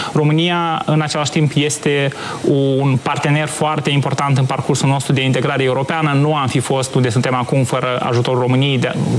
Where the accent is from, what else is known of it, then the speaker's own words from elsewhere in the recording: Moldova; recunosc ca român moldovean